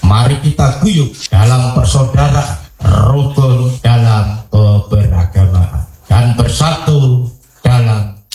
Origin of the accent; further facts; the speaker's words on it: Java, Indonesia; now in Biak Numfor, Indonesia; Kita boleh berasal dari Jawa dan menjaga budaya Jawa, tetapi Papua khususnya Biak Numfor adalah tempat kita hidup, bekerja, membangun keluarga, dan mengabdi.